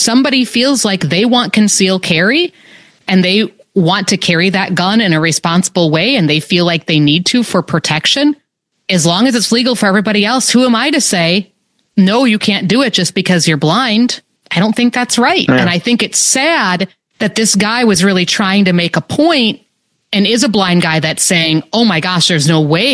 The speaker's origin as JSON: {"language": "English", "region": "Wisconsin", "country": "United States", "tie": "born or raised there", "said": "I grew up in Wisconsin, where they were part of the culture, deer hunting especially, but they weren't really part of my family culture."}